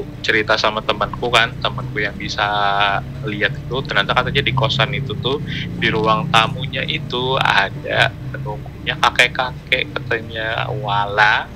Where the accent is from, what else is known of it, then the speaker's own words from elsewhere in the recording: Martapura, Indonesia; aslinya Martapura.